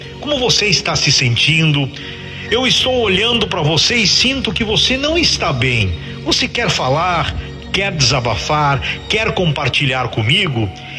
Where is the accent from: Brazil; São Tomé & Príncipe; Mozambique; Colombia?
Brazil